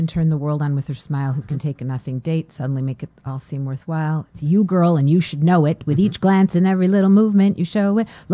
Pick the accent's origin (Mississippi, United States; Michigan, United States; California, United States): Michigan, United States; Detroit; And I'm from Detroit, Michigan, so I should know that.